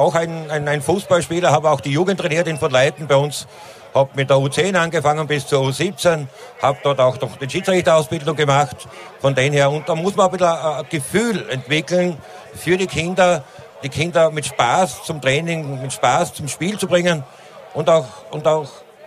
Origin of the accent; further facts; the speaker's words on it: Styria, Austria; seit mir als Steirer eben einfach runter